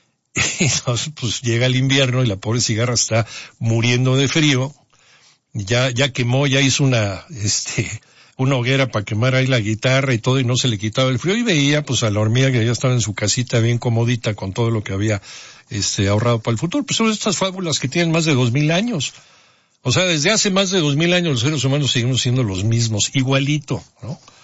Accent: Mexico; Y eso es mucho también de sociedades como la nuestra, como la mexicana.

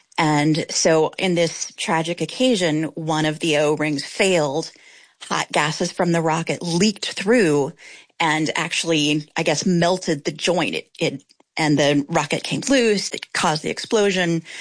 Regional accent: Silicon Valley, California, United States; I grew up in Silicon Valley in the 1980s, where my dad worked at Intel for many years.

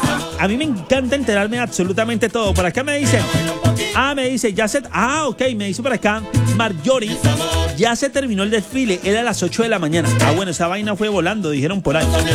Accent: Huila, Colombia; uno siendo obviamente opita

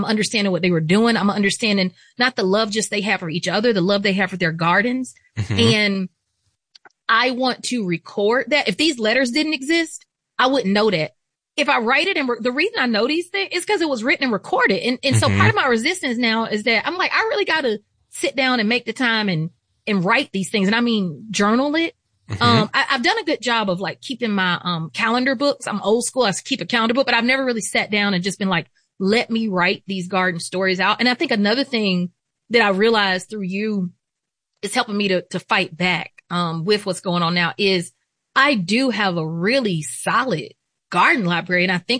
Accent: Atlanta, Georgia, United States; that is something hyper specific to growing up in Atlanta, in a city where I was fully affirmed and so many people looked like me

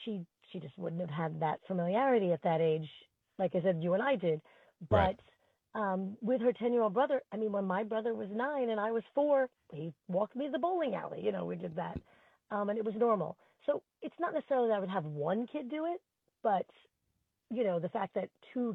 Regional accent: Flushing, New York, United States; I grew up in Flushing. I'd walk home from the park all the time.

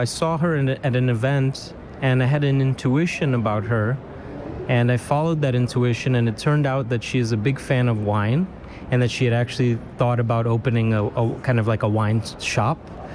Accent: São Paulo, Brazil; moved away; also born or lived in United States / Europe; I was born in Sao Paulo. It's my city. I have four generations of family here. But I lived in the U.S. for a long time. I lived in Europe.

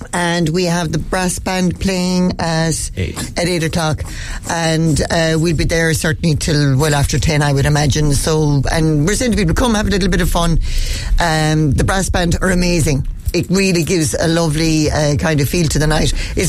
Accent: Ireland; We're Irish

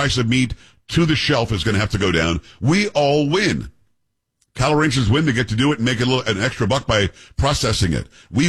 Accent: Florida, United States; when I grew up in South Florida, we had a next-door neighbor

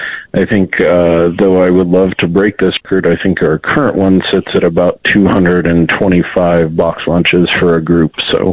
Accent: Colorado, United States; born and raised in Colorado, grew up on the Eastern Plains, went to Colorado State

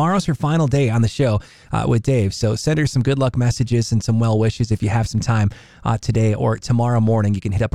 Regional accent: Wausau, Wisconsin, United States; I was born and raised in Wausau and grew up listening to WIFC.

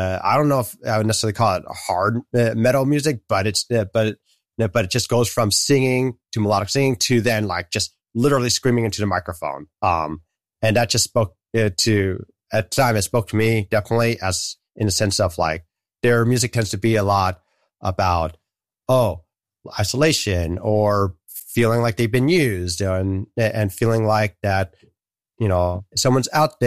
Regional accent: Fremont, California, United States; I grew up in Fremont, California, which if people may or may not know, that's pretty much in the heart of the Bay Area

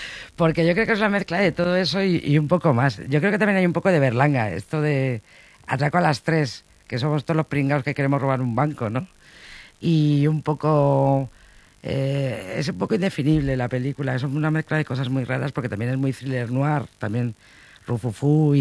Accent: Bilbao, Basque Country, Spain; now in Madrid, Spain; Sí, vivo en Madrid, soy de Bilbao, pero vivo en Madrid porque, sabes que de pequeño el cine no estaba más que aquí, en el centro, entonces aquí tuve que venir.

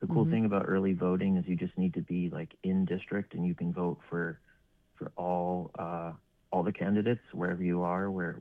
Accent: Bethel, Alaska, United States; And I think growing up here, that's always something that, like, made growing up in Bethel or the YK Delta really great

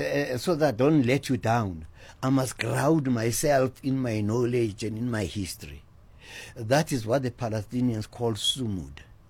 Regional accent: South Africa; moved away as an adult; also born or lived in United Kingdom / Eswatini; I'm from South Africa

